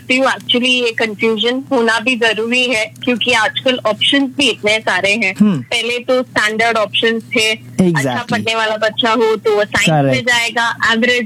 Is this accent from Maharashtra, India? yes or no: yes; Mumbai, Maharashtra, India; मैं अमची मुंबई से हूँ।